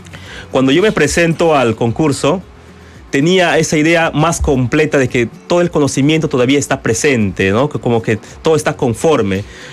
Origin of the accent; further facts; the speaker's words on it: Orellana, Loreto, Peru; yo nací en Orellana, que es una localidad que queda en la ribera del río Ucayali, más o menos en la mitad entre Iquitos y Pucallpa. Está en la mitad. A 2 kilómetros de Orellana queda una comunidad shipiba.